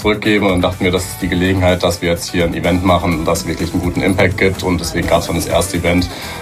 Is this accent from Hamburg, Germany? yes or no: no; Mainz, Rhineland-Palatinate, Germany; Back to the Roots mäßig, so, wo ich herkomme. Da es bis jetzt noch keine Veranstaltung von uns in Mainz gab, wo ich halt auch ursprünglich auch groß geworden bin.